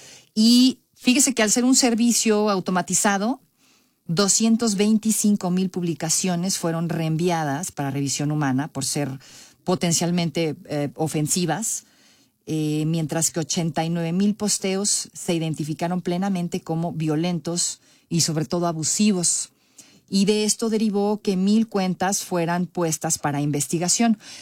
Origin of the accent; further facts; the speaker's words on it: Mexico; Nosotros como mexicanos, tú si eres inglés, a lo mejor tú si eres de otro país, ¿no?